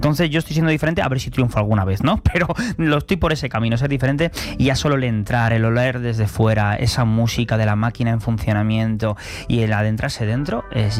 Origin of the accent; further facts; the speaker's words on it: Cisneros, Castile and León, Spain; Yo soy de Cisneros, un pueblo de Segovia, ¿entiendes?